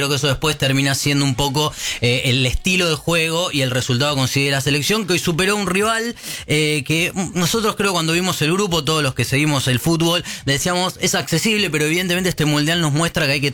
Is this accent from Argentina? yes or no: yes; Argentina; a uno le genera mucha admiración como argentino, como hincha de la selección